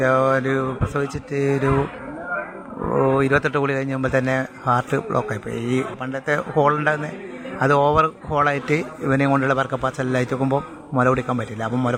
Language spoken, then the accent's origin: Malayalam; Kerala, India; താഴെപ്പഴച്ചി.